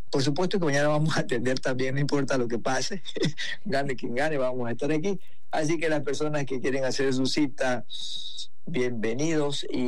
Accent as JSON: {"language": "Spanish", "country": "Ecuador", "said": "muchas personas que saben que soy de Ecuador y que hoy día Ecuador enfrenta a México"}